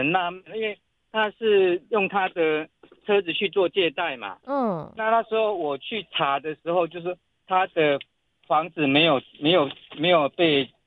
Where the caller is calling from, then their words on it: Chiayi, Taiwan; 我是嘉义这边哈